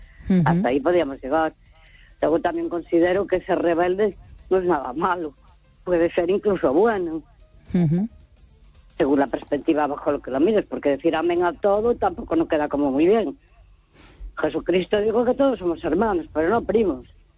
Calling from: Santiago de Compostela, Galicia, Spain; de Santiago.

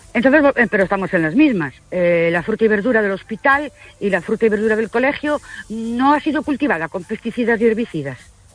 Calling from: Ourense, Galicia, Spain; Buenas noches … de Orense.

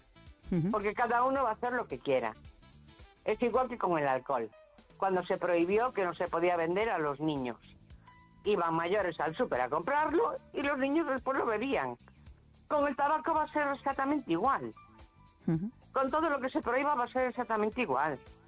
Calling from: A Coruña, Galicia, Spain; De Coruña.

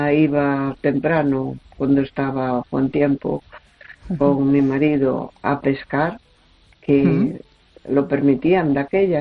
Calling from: A Coruña, Galicia, Spain; de Coruña.

